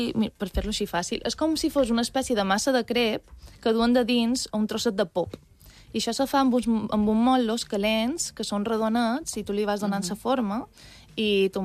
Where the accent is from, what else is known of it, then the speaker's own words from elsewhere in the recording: Balearic Islands, Spain; jo li deia, bé, sóc d'una illa d'Espanya, sóc de Mallorca, i...